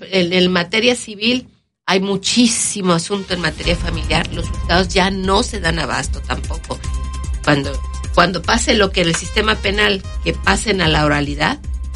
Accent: Mexico; porque así somos los mexicanos, de que lo sacamos.

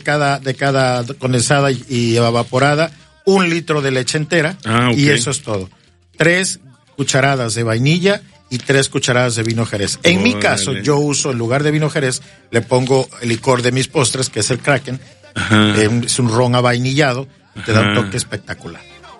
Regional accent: Alvarado, Veracruz, Mexico; born there; moved away

